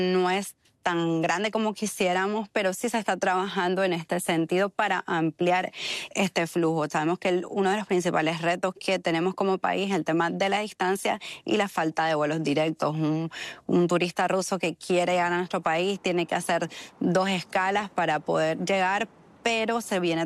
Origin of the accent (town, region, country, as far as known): Nicaragua